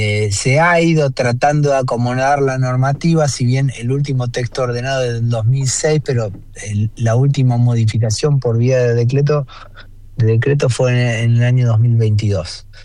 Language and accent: Spanish; Rosario, Santa Fe, Argentina; somos santafesinos, somos rosarinos, somos más rosarinos que santafesinos y el orgullo lo tenemos